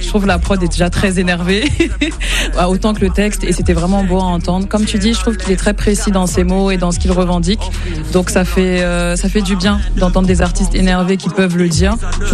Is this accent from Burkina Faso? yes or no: yes; Burkina Faso; tu sais d'où je viens du Burkina